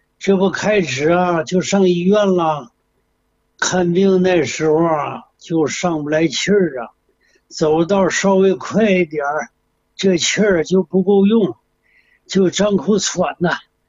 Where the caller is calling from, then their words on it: Dalian, Liaoning, China; 我是大连的